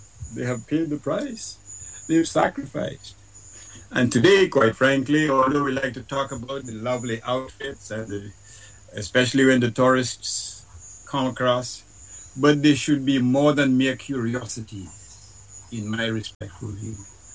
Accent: North, Dominica; Growing up in the South, not in the South, in the North, at one point there were hordes of French people come into Dominica to do what?

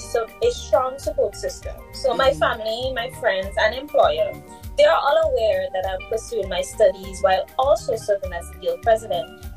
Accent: Grenada; I'm from Grenada

